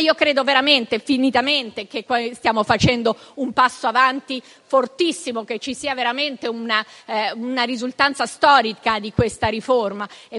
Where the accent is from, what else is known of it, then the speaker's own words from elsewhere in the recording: Trentino-Alto Adige, Italy; la mia terra, l'Alto Adige, che è ovviamente ha questa autonomia così avanzata, così futuribile, proprio perché frutto della presenza sul territorio di tre gruppi linguistici con storia